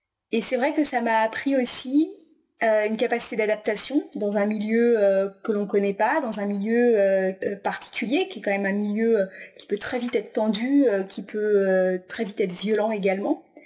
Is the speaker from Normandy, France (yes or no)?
no; Brittany, France; now in Tours, France; Alors donc je suis de Bretagne, originaire de Bretagne, ma famille vit en Bretagne, donc j'ai fait mes études à l'université de Rennes.